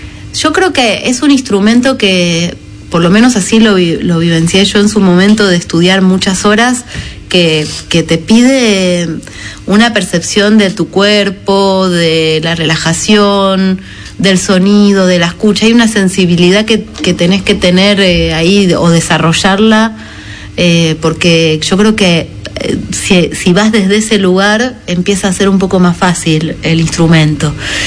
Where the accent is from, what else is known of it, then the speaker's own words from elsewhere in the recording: Trevelin, Chubut, Argentina; vengo desde Trevelin, que queda en Chubut, en la cordillera